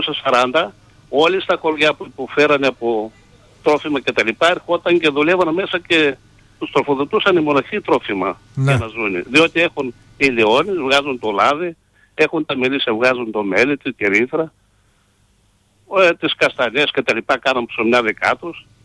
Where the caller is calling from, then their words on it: Mount Athos, Greece; είμαστε εδώ από Άγιον Όρος Μοναχή στο νοσοκομείο